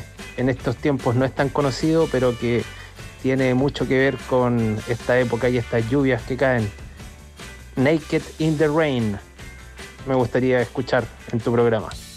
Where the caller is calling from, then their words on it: Concepción, Biobío, Chile; desde Concepción.